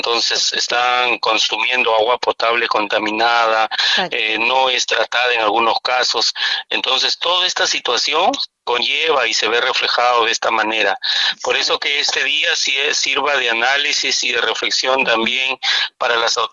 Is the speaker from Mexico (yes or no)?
no; Túcume, Lambayeque, Peru; mi pueblo de Túcum y a todos sus caseríos